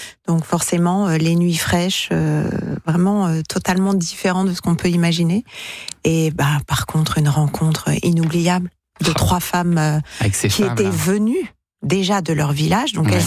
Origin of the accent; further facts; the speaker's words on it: Normandy, France; Alors, en tant que Normande, quand même.